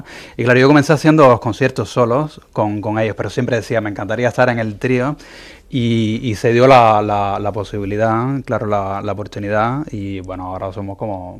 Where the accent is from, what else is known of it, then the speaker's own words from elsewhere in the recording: Cuba; now in Barcelona, Spain; Lo cierto es que yo soy cubano, pero hace más de 20 años que vivo aquí.